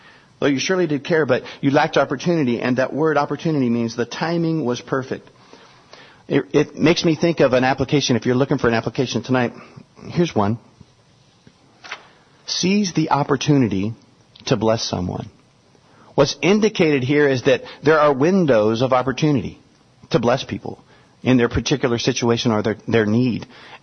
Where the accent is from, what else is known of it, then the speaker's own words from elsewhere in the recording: Kansas City, Kansas, United States; I grew up in Kansas City, Kansas. Then I also moved over to Kansas City, Missouri.